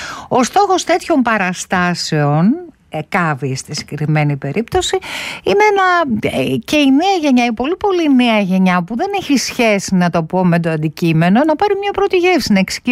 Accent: Athens, Attica, Greece; also born or lived in Germany; Εγώ η αλήθεια είναι ότι γεννήθηκα στη Γερμανία, αλλά μένω στα Εξάρχεια. Δηλαδή το πατρικό μου είναι από 5 χρονών εκεί, downtown.

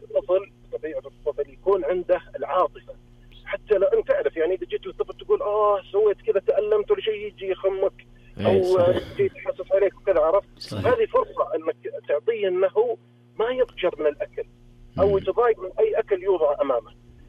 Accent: Riyadh, Riyadh Province, Saudi Arabia; أنا من الرياض

